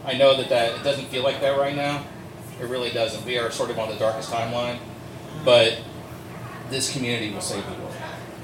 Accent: Cincinnati, Ohio, United States; now in Louisville, United States; I'm not from Louisville originally. I'm originally from around Cincinnati, and Cincinnati informs a lot of my mental imagination map.

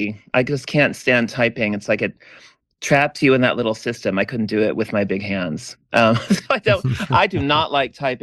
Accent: Texas, United States; born or raised there; also born or lived in Idaho / Colorado

